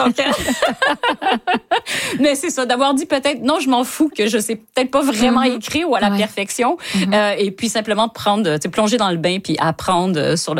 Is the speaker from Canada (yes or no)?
yes; Ontario, Canada; en ayant grandi en tant que franco-ontarienne, on avait très peu de choses qui étaient faites pour nous.